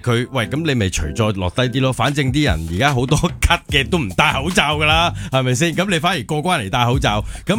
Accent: Hong Kong; 我哋香港人

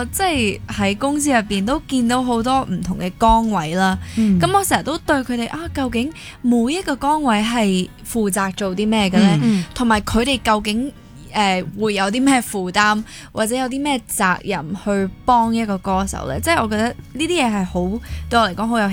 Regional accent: Hong Kong; moved away; 好似得我一個香港人

